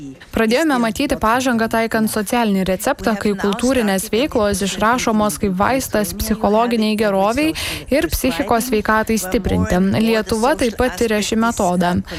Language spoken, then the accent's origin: Lithuanian; Austria; aš esu iš Austrijos